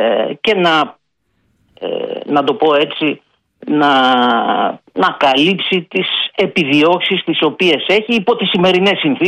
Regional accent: Peloponnese, Greece; born there

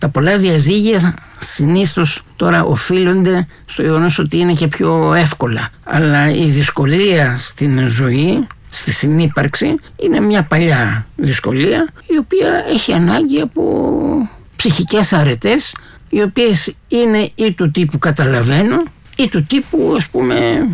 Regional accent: Greece; first language Greek; είναι η γλώσσα μου, είναι η πατρίδα μου

